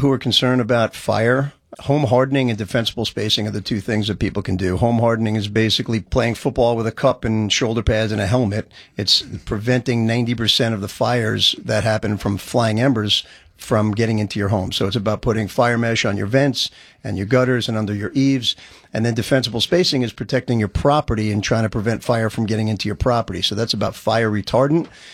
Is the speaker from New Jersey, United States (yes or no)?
yes; New Jersey, United States; also born or lived in Brooklyn